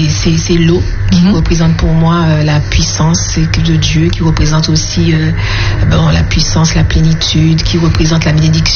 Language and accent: French; Martinique; je suis martiniquaise